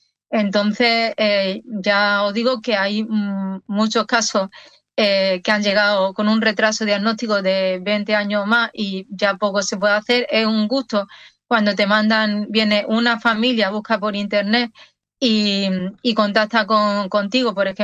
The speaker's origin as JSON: {"language": "Spanish", "town": "Seville", "region": "Andalusia", "country": "Spain", "said": "porque yo soy de origen sevillano."}